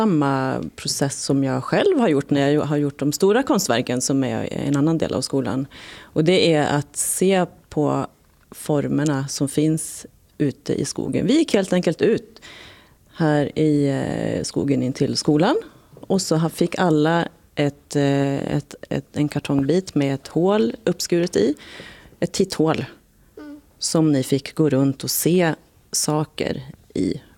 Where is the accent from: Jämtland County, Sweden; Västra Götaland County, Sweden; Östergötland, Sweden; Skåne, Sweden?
Jämtland County, Sweden; Ås; now in Trondheim, Norway; Och jag kommer ju från Ås och jag har gått på den här skolan själv.